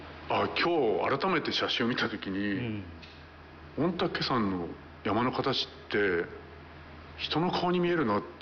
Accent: Nagano, Japan; 僕の実家から一山越えると海田高原があって、

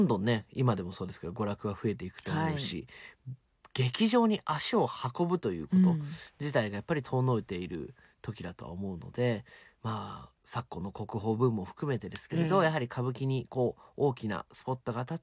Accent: Tokyo, Japan; 私は東京まで東京育ちですけれど、やはり父まで関西に生まれ

